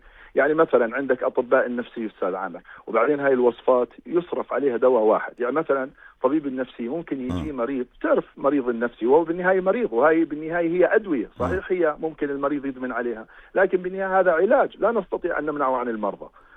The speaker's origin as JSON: {"language": "Arabic", "country": "Jordan", "said": "عندنا بالاردن"}